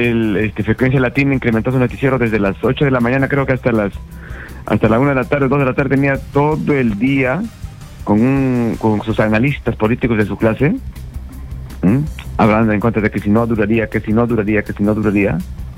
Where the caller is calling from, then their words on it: Tingo María, Huánuco, Peru; de Tingo María.